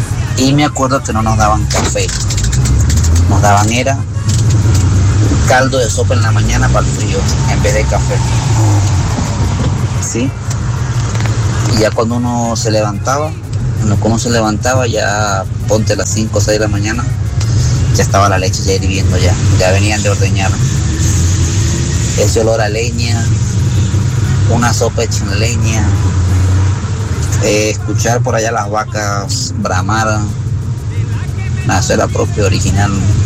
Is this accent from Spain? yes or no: no; Venezuela; Pues le cuento que soy de Venezuela y soy de campo, un pueblo pequeñito, pequeñito, pequeñito, de la montaña, donde nada más hay dos casitas.